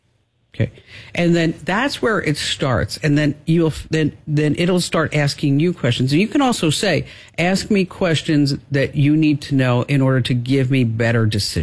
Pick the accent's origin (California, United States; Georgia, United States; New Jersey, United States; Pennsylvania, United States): New Jersey, United States